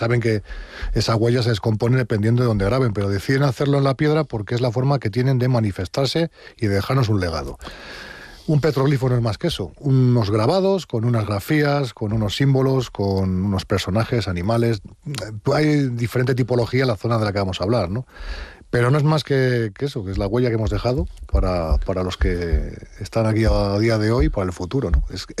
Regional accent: Navas de Oro, Castile and León, Spain; Yo soy de Navas de Oro, vivo en Navas de Oro, es el pueblo de mis abuelos, de mi madre, vivo allí desde hace ya 10 años.

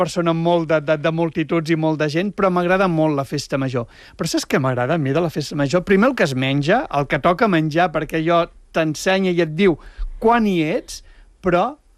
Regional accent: Catalonia, Spain; El meu poble és Sant Jaume. Jo vaig néixer per Sant Jaume, el dia de Sant Jaume. I per això jo crec que m'agrada tant o em dona tanta satisfacció la festa del meu poble.

